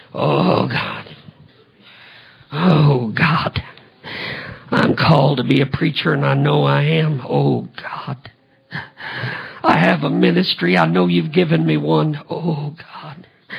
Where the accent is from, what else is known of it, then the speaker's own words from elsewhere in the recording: Illinois, United States; they must have found out I was from Illinois.